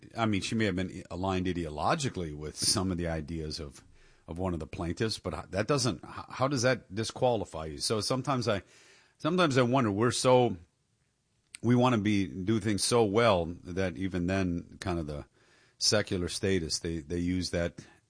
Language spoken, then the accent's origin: English; Detroit, Michigan, United States; I know a lot of these cities better than I knew the city I grew up in Detroit